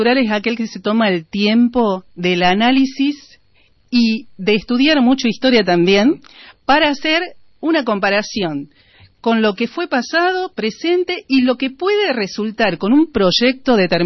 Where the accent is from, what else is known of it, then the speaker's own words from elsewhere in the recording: Buenos Aires, Argentina; born there; also born or lived in La Rioja; Nací en Buenos Aires y me fui a vivir allá.